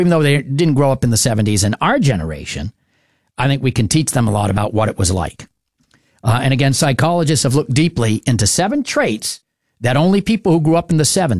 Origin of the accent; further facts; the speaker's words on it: Marlborough, New Hampshire, United States; also born or lived in Keene, New Hampshire / Surry, New Hampshire; spent the first 4.5 years of my life growing up in Surrey, New Hampshire. From there, I moved to Cottage Street in Marlborough, New Hampshire, across the street from my grandparents, my dad's parents.